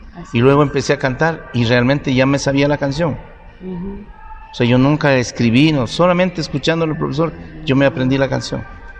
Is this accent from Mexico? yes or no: no; Imbabura, Ecuador; born or raised there